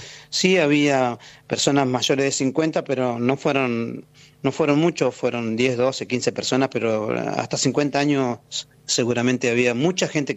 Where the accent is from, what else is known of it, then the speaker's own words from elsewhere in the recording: Buenos Aires Province, Argentina; Y más en el conurbano, nuestro conurbano.